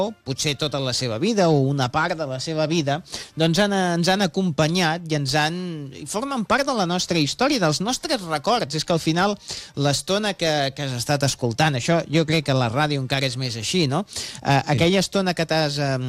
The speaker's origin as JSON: {"language": "Catalan", "town": "Barcelona", "region": "Catalonia", "country": "Spain", "said": "De Sants, sí, som Sants, perquè sí, sí. Som de Sants, som de Sants de tota..."}